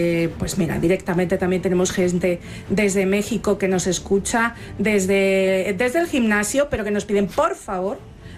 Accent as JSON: {"language": "Spanish", "country": "Spain", "said": "O sea, que ya no solamente somos los españoles que queremos que vuelva"}